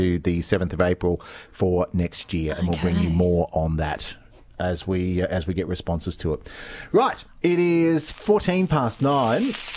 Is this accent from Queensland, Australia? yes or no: yes; Queensland, Australia; there's advantages to being a Queenslander occasionally.